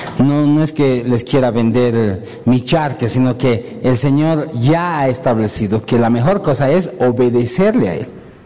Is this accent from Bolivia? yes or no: yes; Bolivia; Nosotros, como bolivianos